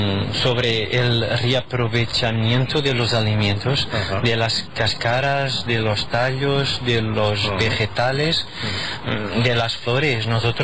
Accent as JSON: {"language": "Spanish", "country": "Portugal", "second_language": "Spanish", "said": "Sí, es verdad, soy portugués."}